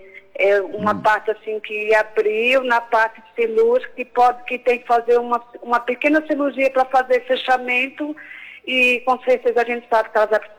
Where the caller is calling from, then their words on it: São Paulo, Brazil; De São Paulo.